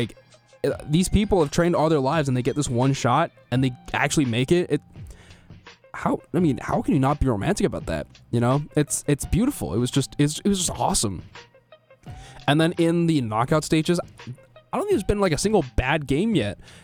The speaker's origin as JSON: {"language": "English", "country": "United States", "said": "As an American"}